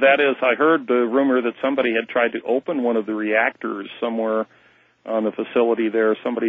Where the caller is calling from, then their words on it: Salt Lake City, Utah, United States; in Salt Lake.